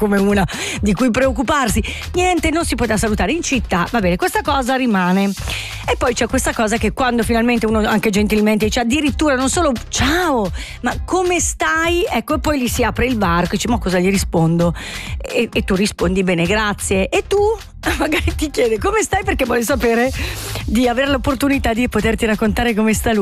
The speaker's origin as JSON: {"language": "Italian", "town": "Biasca", "region": "Ticino", "country": "Switzerland", "tie": "born or raised there", "said": "Io sono stata educata così da piccola, sono cresciuta a Biasca."}